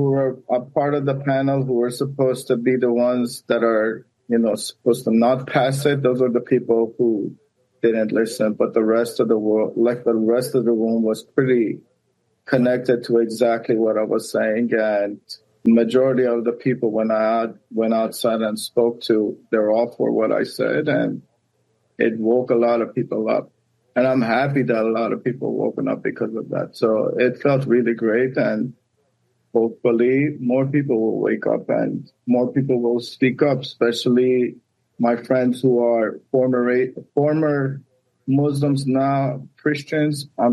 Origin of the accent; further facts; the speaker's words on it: Iran; now in United States; Well, it wasn't fun growing up in Iran.